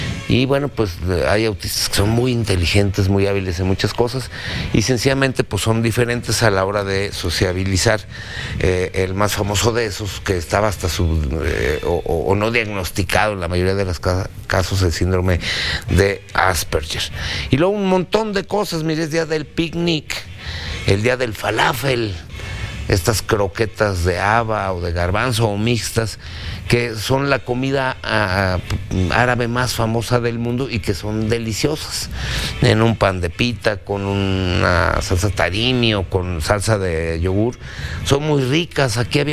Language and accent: Spanish; Mexico